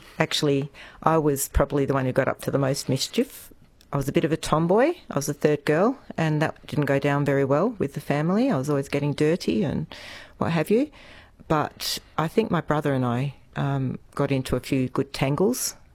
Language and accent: English; Adelaide, South Australia, Australia; growing up in Adelaide